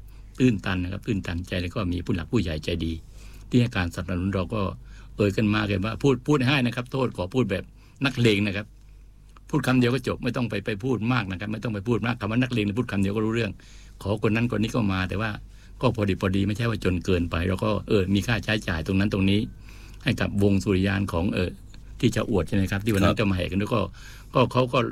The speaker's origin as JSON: {"language": "Thai", "region": "Southern Thailand", "country": "Thailand", "said": "เราเป็นคนใต้คนหนึ่งนะครับโดยเฉพาะคน14จังหวัดภาคใต้นะครับ"}